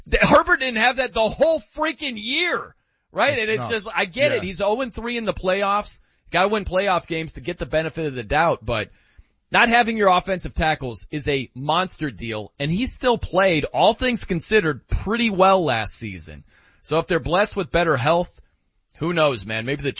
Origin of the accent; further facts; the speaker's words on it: South Bend, Indiana, United States; I grew up in South Bend, Indiana. I've been a Dolphins fan my entire life.